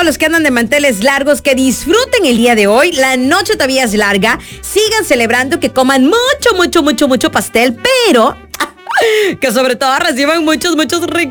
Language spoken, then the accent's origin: Spanish; Chiapas, Mexico; aquí en Tapachula, en Tuxtla Chico, en Cacahuatán, en Huixla. O sea, nosotros como buenos chiapanecos